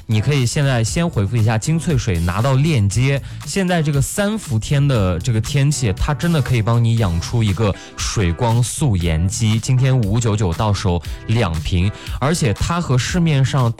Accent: Xinjiang, China; 就即使我作为一个新疆人

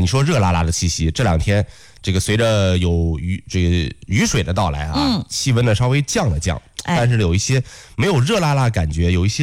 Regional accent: Henan, China

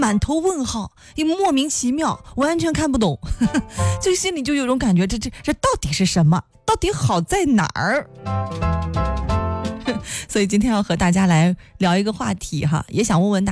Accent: Henan, China; 你不懂，我们河南人就是爱吃荆芥

